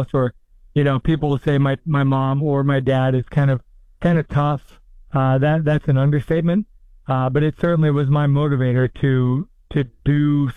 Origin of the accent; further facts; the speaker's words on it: Des Moines, Iowa, United States; Born and raised in Des Moines, Iowa.